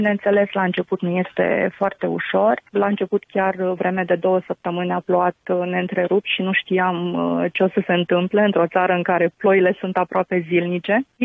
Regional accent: Iași, Iași County, Romania; moved away as an adult; now in Brussels, Belgium; m-am rupt de Iașul meu, de orașul natal și m-am stabilit împreună cu familia aici la Bruxelles.

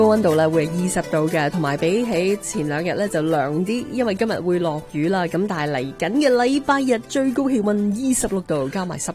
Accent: Canada; 我们加拿大人都是可以有创意的

